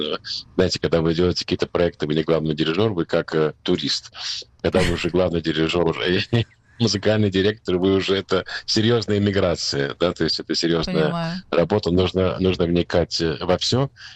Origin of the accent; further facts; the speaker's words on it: Moscow, Russia; born there; moved away; also born or lived in New York, United States; Так как я вырос половина в Москве, половина в Нью-Йорке, Манхэттене